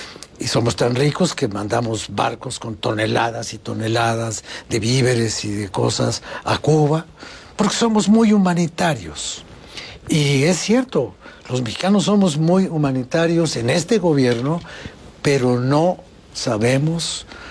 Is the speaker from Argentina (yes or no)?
no; Mexico; ¿Qué nos importa como mexicanos el señor Pedro Castillo?